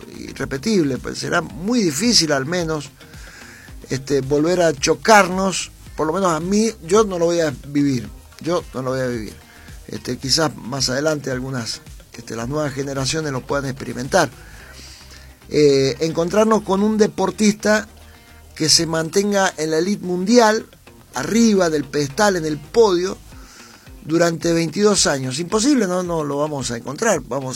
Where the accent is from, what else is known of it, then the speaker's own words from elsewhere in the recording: Argentina; nosotros también, como argentinos